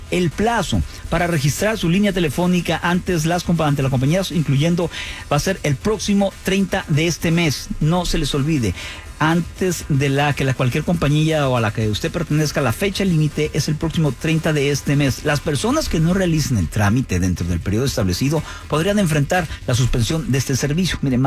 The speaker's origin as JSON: {"language": "Spanish", "country": "Mexico"}